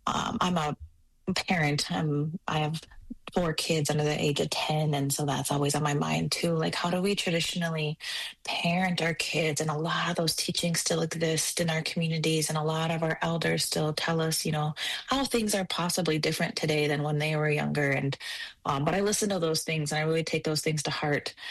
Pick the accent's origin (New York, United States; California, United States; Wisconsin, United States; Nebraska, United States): Wisconsin, United States; So I'm from the Lacoutere Nation in sort of northern central Wisconsin.